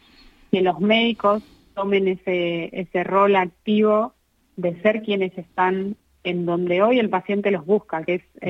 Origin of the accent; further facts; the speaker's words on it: Argentina; moved away as an adult; now in Las Palmas, Spain; primero soy argentina, no sé si se nota por cómo hablo.